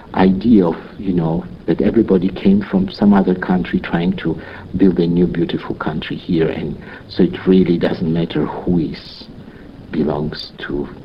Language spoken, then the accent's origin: English; Armenia; moved away as an adult; the way I grew up in Armenia, anti-Semitism did not exist.